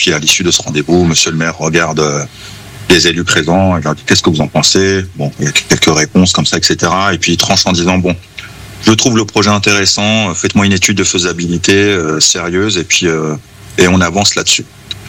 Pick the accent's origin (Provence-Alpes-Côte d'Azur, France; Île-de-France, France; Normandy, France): Normandy, France; Évreux; Absolument, j'ai grandi à la Madeleine.